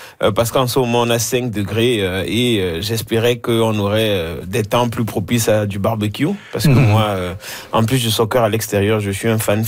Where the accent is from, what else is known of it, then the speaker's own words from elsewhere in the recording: Cameroon; now in Canada; le Cameroun, qui est mon pays d'origine